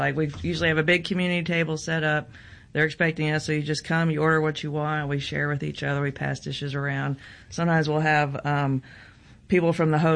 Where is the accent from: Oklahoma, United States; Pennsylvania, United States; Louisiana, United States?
Oklahoma, United States; Oklahoma City; born there; now in Memphis, United States; I claim that I'm a Memphian, but I was born in Oklahoma City. My husband says I'm a Midwesterner, but I have been in Memphis for a very, very, very long time.